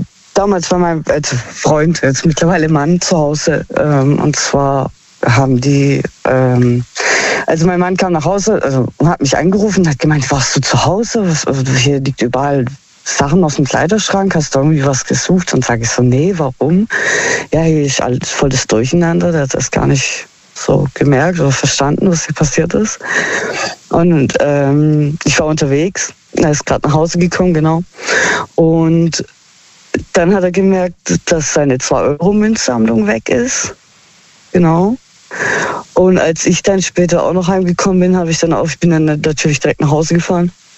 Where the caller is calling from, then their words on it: Heilbronn, Baden-Württemberg, Germany; Aus Heilbronn.